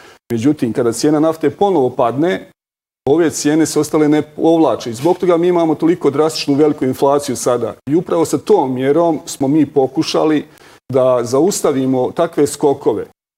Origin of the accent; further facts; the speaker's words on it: Trebinje, Republika Srpska, Bosnia & Herzegovina; Evo, ja dolazim iz Trebinja i znam da su vremenom iz Dubrovnika ljudi dolazili svakodnevno i kupovali osnovne životne namirnice.